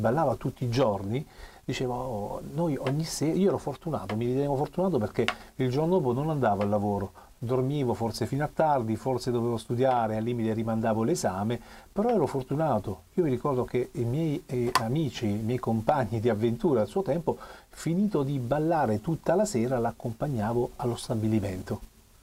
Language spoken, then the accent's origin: Italian; Taranto, Apulia, Italy